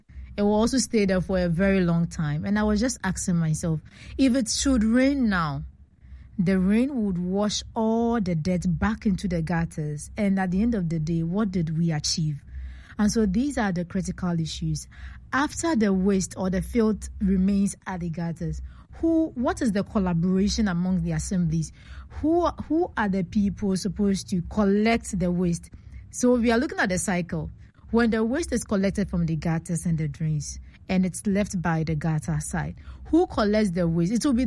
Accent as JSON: {"language": "English", "town": "Koforidua", "region": "Eastern Region", "country": "Ghana", "tie": "born or raised there", "said": "And that is where I grew up at Koforidua in the Eastern region"}